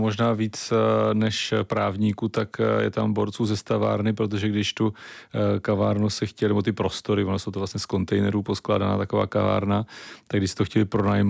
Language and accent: Czech; Velatice, South Moravian Region, Czechia; já tam žiju celý život, narodil jsem se ve Velaticích a celou dobu jsem tady bydlel, teď tam taky s rodinou bydlíme, takže počítám s tím, že to je v podstatě na celý život